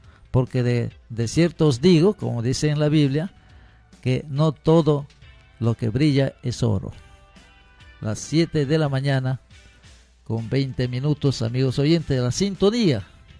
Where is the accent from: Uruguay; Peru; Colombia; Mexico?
Peru; hay instituciones del Poder Ejecutivo, del Poder Judicial, del Poder Legislativo, pero todos somos peruanos.